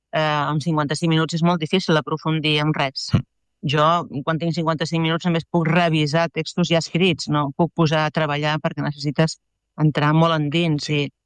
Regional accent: Tarragona, Catalonia, Spain; jo sóc del sud, de Tarragona.

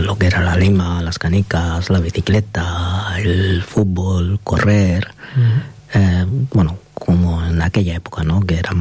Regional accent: Barcelona, Catalonia, Spain; Nací en Barcelona. Y nada, y a los pocos días me vine ya a Barrio Maragall.

